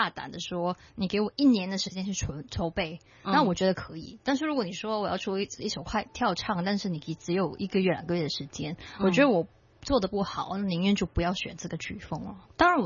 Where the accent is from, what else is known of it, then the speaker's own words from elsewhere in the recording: Singapore; 其实我童年不在香港长大，就是在新加坡